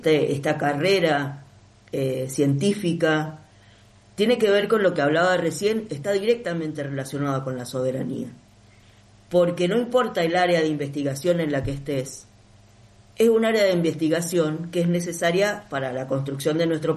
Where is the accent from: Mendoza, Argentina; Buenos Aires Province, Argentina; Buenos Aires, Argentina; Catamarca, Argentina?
Mendoza, Argentina; Soy de Mendoza